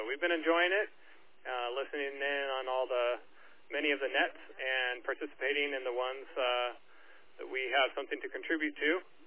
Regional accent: Napa Valley, California, United States; moved away; My heart is still in Northern California. I grew up in the Napa Valley area and made it out to San Francisco every once in a while.

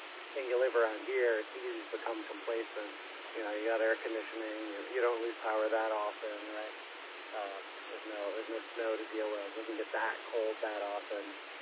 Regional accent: New England, United States; moved away; I grew up in New England

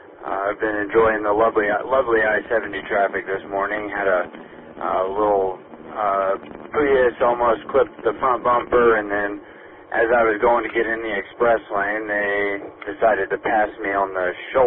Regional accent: Chattanooga, Tennessee, United States; moved away; until I moved from Chattanooga, I'm from Chattanooga, Tennessee

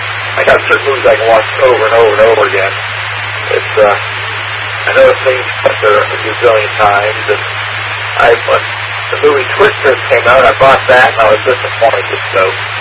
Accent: Montreal, Quebec, Canada; now in Mobridge, South Dakota, United States; I'm from Montreal originally.

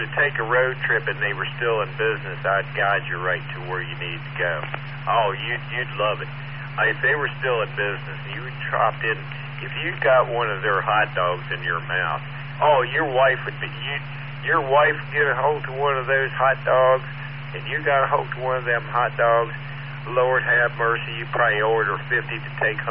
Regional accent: Harrisonburg, Virginia, United States; It's a hot dog stand in my hometown, Harrisonburg, Virginia.

